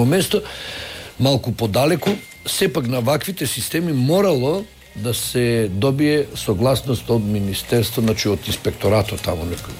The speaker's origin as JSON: {"language": "Macedonian", "town": "Gostivar", "region": "Polog", "country": "North Macedonia", "said": "Јас сум од Гостивар."}